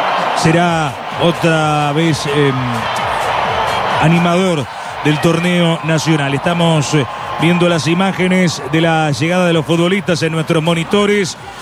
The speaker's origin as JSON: {"language": "Spanish", "country": "Argentina", "said": "Yo soy argentino hasta la médula."}